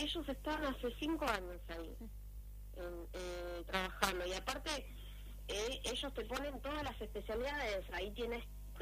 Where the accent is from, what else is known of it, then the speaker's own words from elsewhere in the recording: González Catán, Buenos Aires Province, Argentina; yo soy de González Catán, tengo hospitales acá